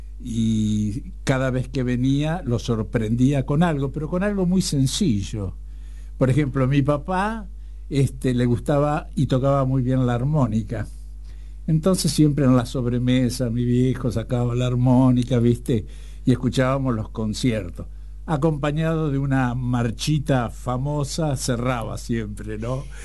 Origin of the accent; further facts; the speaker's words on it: General Villegas, Buenos Aires Province, Argentina; moved away; y fueron muchos años hasta que me fui de Villegas a estudiar, que vivía con ellos también, ¿no?